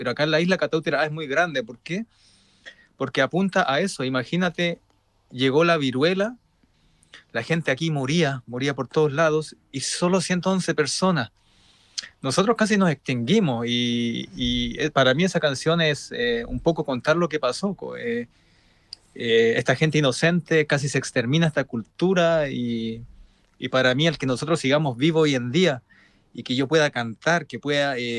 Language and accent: Spanish; Easter Island, Valparaíso, Chile; Y la viruela casi extermina mi pueblo.